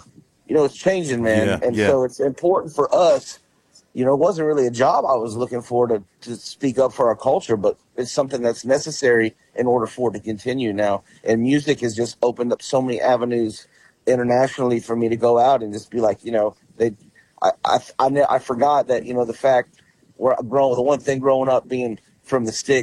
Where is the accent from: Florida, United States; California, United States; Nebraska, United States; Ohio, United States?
Florida, United States; I'm from Florida